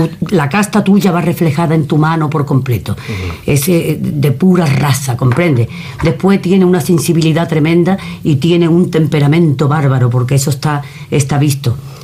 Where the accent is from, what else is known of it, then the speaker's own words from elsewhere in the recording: Andalusia, Spain; porque yo soy del sur, yo soy andaluza